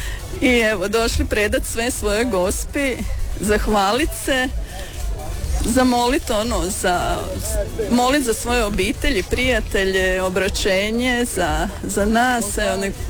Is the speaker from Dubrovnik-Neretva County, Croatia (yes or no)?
no; Borovo Naselje, Vukovar-Srijem County, Croatia; Evo dolazimo iz Borova naselja